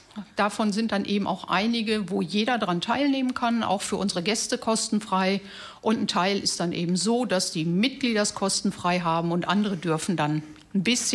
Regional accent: North Rhine-Westphalia, Germany; also born or lived in Kiel; now in Travemünde, Germany; ursprünglich aus NRW komme, seit einigen Jahren in Travemünde lebe, weil ich immer wieder ans Meer wollte

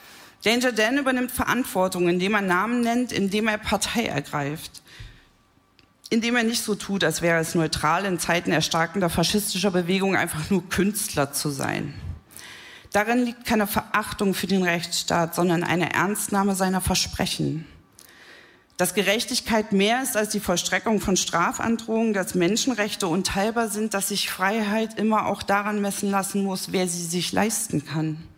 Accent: Jena, Thuringia, Germany; Die Abwandlung dieses Brecht-Zitats steht in meiner Heimatstadt Jena an der Wand

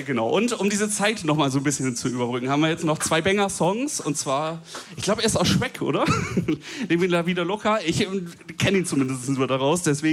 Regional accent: Kiel, Schleswig-Holstein, Germany; als Kieler auch im Herzen

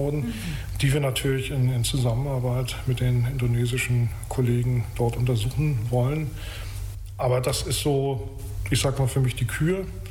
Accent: Rügen, Mecklenburg-Vorpommern, Germany; born there; ich bin auf der Insel Rügen geboren

